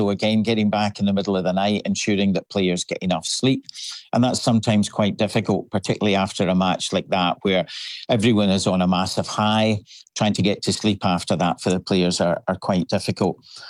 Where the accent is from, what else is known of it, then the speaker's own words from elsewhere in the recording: Scotland, United Kingdom; now in Vancouver, Canada; everybody knows I'm from Scotland